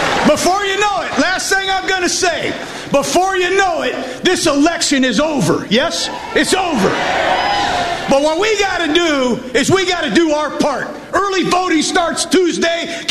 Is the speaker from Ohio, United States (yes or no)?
yes; Sandusky, Ohio, United States; I just came back for one reason, and I'm from Ohio. My mom and dad are from Cleveland. I was born in Sandusky